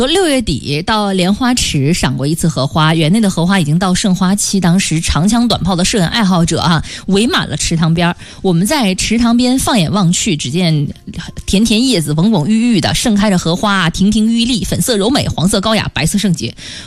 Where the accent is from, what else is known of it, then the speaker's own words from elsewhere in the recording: northern China, China; 就因为我们北方的孩子，可能就是尤其在北京再往北的孩子，在自然水域当中生长环境里是见不到荷花的